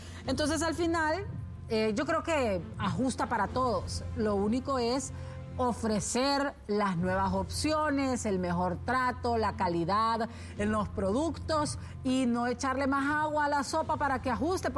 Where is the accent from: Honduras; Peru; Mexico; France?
Honduras; solo somos hondureños que nos sentimos orgullosos de esta patria